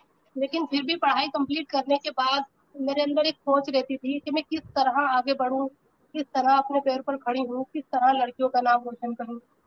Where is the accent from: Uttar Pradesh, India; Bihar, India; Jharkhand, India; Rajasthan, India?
Uttar Pradesh, India; Rampur; और मैं रामपुर शहर से छोटे से मोहल्ले कलघर के रहने वाली हूँ।